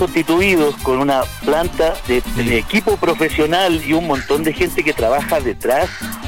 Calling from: Calama, Antofagasta, Chile; somos de Calama

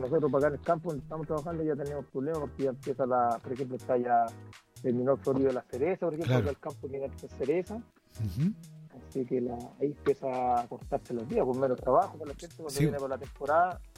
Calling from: Rengo, O'Higgins, Chile; De por acá, de Camarico, pero soy de Rengo. Estoy trabajando por acá.

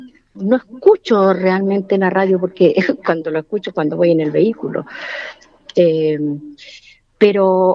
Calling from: San Vicente de Tagua Tagua, O'Higgins, Chile; estamos llamando de acá de San Vicente.

